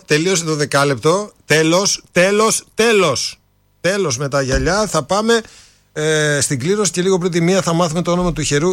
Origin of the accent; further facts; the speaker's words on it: Greece; Εμείς είμαστε τυχεροί ως Έλληνες